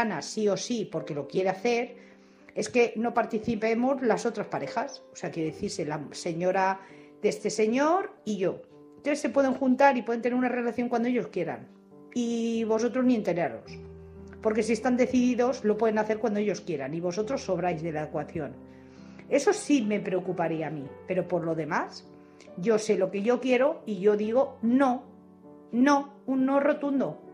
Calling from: Madrid, Community of Madrid, Spain; de Madrid.

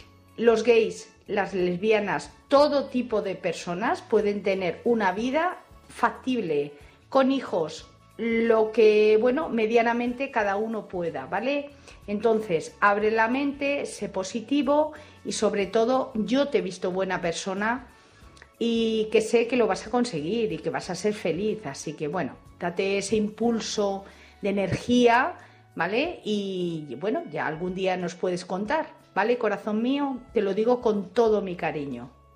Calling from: Madrid, Community of Madrid, Spain; de Madrid.

